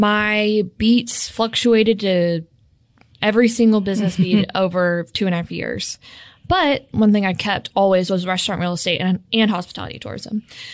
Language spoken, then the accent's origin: English; Trussville, Alabama, United States; born there; moved away as an adult; also born or lived in Dunlap, Illinois / Hendersonville, Tennessee; now in Memphis, United States; Yeah, so I am from Birmingham, Alabama, in a suburb called Trustful. It used to be smaller. Now it's like bigger, so I can't really say small town anymore.